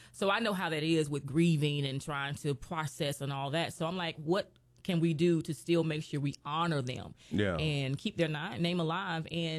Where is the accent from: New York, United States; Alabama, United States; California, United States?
Alabama, United States; Birmingham; born there; also born or lived in Kentucky; we came down to Birmingham from Kentucky in 82. I was 2 years old.